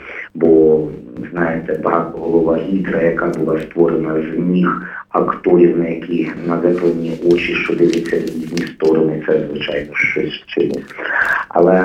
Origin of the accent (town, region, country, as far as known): Chernihiv, Chernihiv Oblast, Ukraine; born or raised there